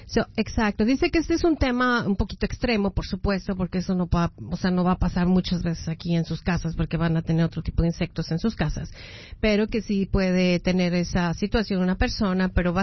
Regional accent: Mexico; como soy bien mexicana y brava como soy

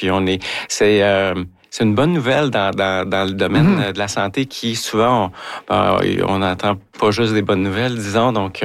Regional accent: Quebec, Canada; Étant donné que je viens de l'Abitibi, je suis très sensible à ce besoin-là.

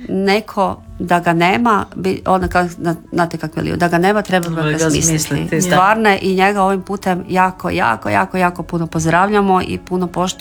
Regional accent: Slatina, Virovitica-Podravina County, Croatia; on je rođen i ja sam rođena u Virovitici, ali on je baš Virovitičanin, a ja sam zapravo iz Slatine, iz jednog najljepšeg sela u Slavoniji koji se zove Nova Bukavica.

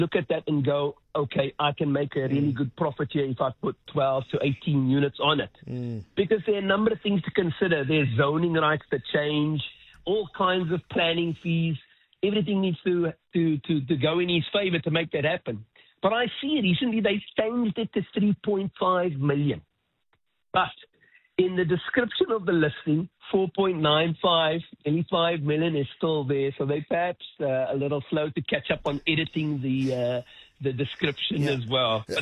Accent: Cape Town, Western Cape, South Africa; born there; also born or lived in Mitchell's Plain; We moved from Portland's Mitchell's Plain to Grassy Park, and that was in 1991.

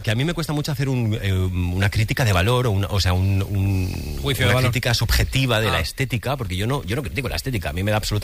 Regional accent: Catalonia, Spain; Porque yo soy catalán, entonces los catalanes que nacimos en finales de los 90 nos metieron con calzador lo de que Antoni Gaudí era referente internacional

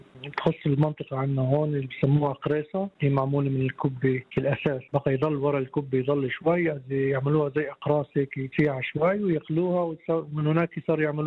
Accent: Yanouh, South Governorate, Lebanon; وأنا من قرية ينوح مواليد 71 في ينوح.

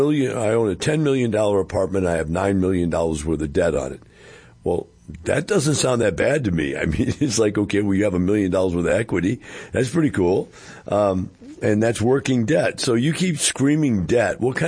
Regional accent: Missouri, United States; you know, I'm from Missouri, and we call it the show me state.

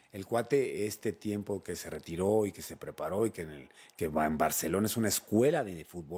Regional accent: Mexico; siendo mexicanos

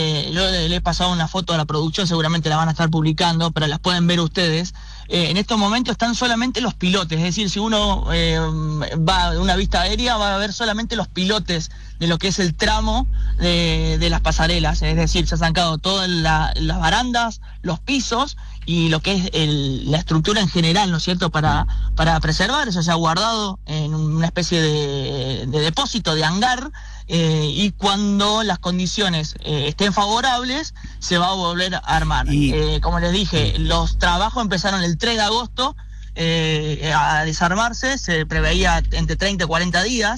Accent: Córdoba, Argentina; moved away as an adult; now in Puerto Iguazú, Argentina; Sí, soy cordobés, pero ya hace más de 30 años que vivo en Iguazú, en la tierra de las cataratas. Así que, bueno, hemos plantado las raíces allá en la tierra colorada. Así que, bueno, un iguazuense más.

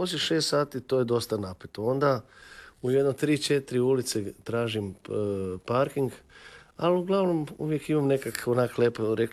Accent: Zagreb, Zagreb County, Croatia; Rođen sam u Petrovoj bolnici sa 7 mjeseci, bio sam nedonošće, evo sad sam izrastao, imam 120 i nešto kila i 188 centimetara. Tako da je sve

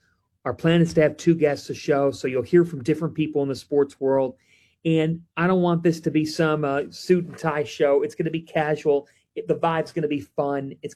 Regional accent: Cleveland, Ohio, United States; I'm from Cleveland

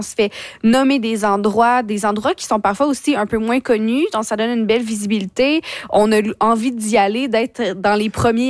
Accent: Quebec, Canada; Moi, de base, je viens de la Mauricie

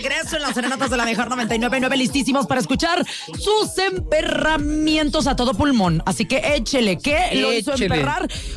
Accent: Mazatlán, Sinaloa, Mexico; now in León, Mexico; no me voy de León, Guanajuato. Yo sigo aquí en León, porque muchos piensan que me voy para mi tierra, muchos piensan que me regreso a Mazatlán

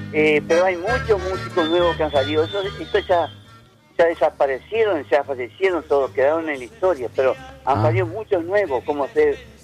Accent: Victoria, Entre Ríos, Argentina; also born or lived in Paraná, Entre Ríos; yo nací, me crié acá en Victoria.

